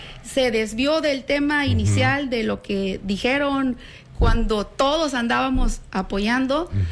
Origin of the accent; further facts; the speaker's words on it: Huimanguillo, Tabasco, Mexico; De donde soy originaria.